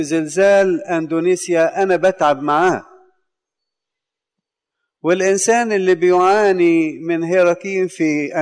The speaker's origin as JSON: {"language": "Arabic", "country": "Egypt", "said": "كأقباط ولا كمصريين ككل"}